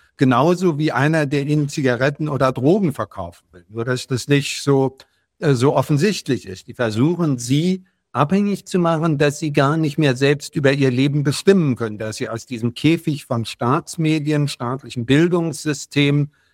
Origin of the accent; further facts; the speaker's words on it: Berlin, Germany; born there; Ich bin in West-Berlin geboren